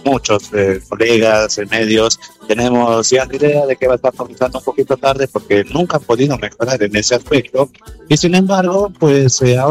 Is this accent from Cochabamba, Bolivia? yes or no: yes; Cochabamba, Bolivia; como buen cochabambino que empieza comiendo su jornada